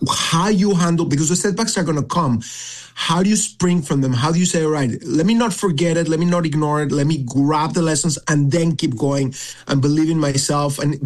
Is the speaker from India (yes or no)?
no; Mexico; I grew up in Mexico.